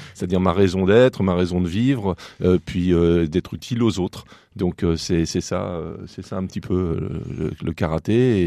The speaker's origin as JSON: {"language": "French", "town": "Le Mans", "region": "Pays de la Loire", "country": "France", "said": "je viens des Ronceret, quartier un peu chaud"}